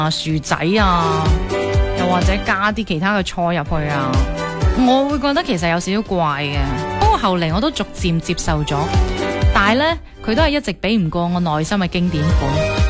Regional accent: Foshan, Guangdong, China; 我喺三水度长大啦

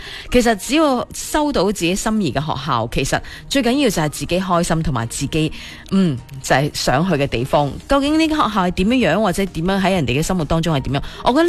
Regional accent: Guangdong, China; 似乎中大已经唔系我哋广东人心目当中，

